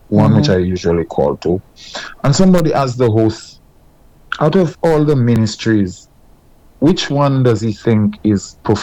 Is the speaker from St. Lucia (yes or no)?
yes; Vieux Fort, St. Lucia; moved away; I'm from a farming community. I'm from Vifort North, right?